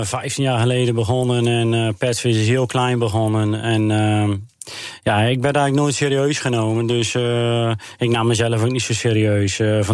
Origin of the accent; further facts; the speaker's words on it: Urk, Flevoland, Netherlands; ik ben 40 jaar, ik kom uit Urk.